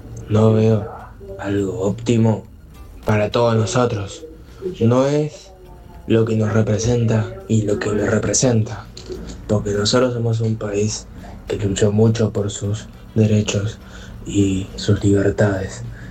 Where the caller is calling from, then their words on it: San Justo, Buenos Aires Province, Argentina; de acá, de San Justo.